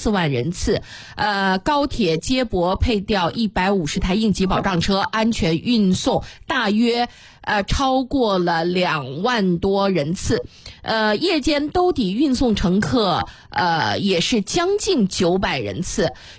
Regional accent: Xuzhou, Jiangsu, China; 我容易说我是徐州土著啊，从小在徐州出生，在徐州成长的啊，我的工作生活都在徐州

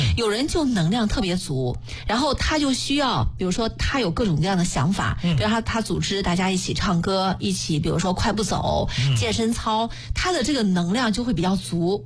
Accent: China; 我们中国人

